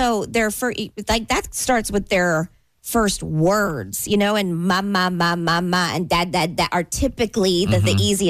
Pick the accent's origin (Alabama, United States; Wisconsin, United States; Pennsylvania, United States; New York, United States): Pennsylvania, United States; I grew up in Pennsylvania